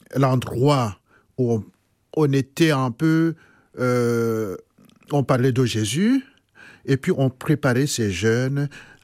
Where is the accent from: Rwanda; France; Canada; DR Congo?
Rwanda; dans les années 80, chez nous au Rwanda, il y avait les écoles secondaires ordinaires